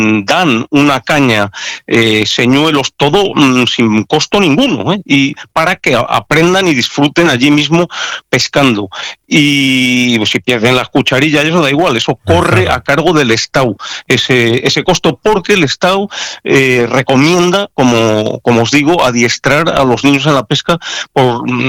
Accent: Castile, Spain; tú y yo que somos castellanos

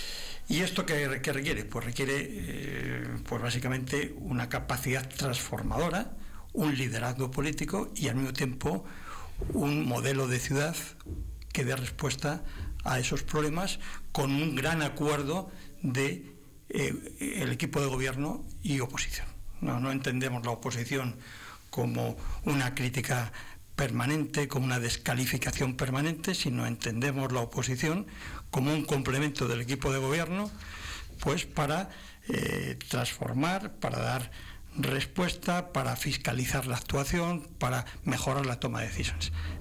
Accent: Segovia, Castile and León, Spain; somos todos segovianos y sentimos Segovia

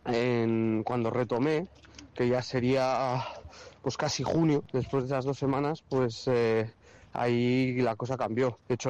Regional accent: Burgos, Castile and León, Spain; porque yo soy de Burgos y cuando llegué a Burgos paré casi 2 semanas con él porque también estaba cansado.

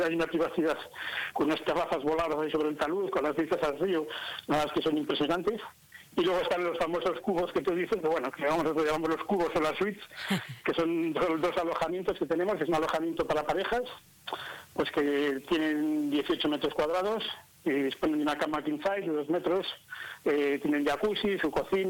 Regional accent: Pradoluengo, Castile and León, Spain; Somos de aquí, del pueblo natal, somos de Natales de Pradoluengo

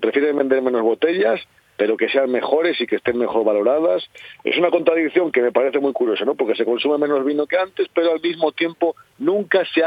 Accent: Toro, Castile and León, Spain; Bueno, pues la de mi pueblo, la de Toro.

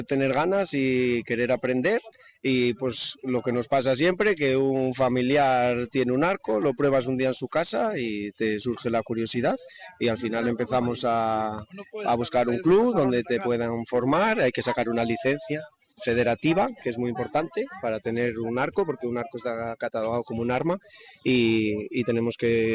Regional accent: Cantabria, Spain; somos de Cantabria, tenemos la campeona de España de esta modalidad

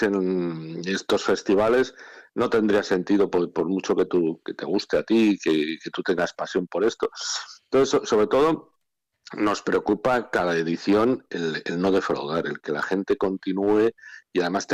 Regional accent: Peñaranda de Bracamonte, Castile and León, Spain; born there; now in Zamora, Spain; Zamorano soy de adopción y obviamente, como digo, ciudadano del mundo, pero yo nací en Peñaranda de Bracamonte.

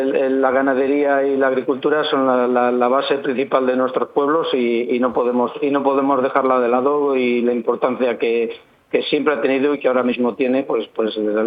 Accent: Tordehumos, Castile and León, Spain; y yo creo que estamos nosotros ahí en esa línea, en mi pueblo concretamente, pues estamos ahí en esa línea

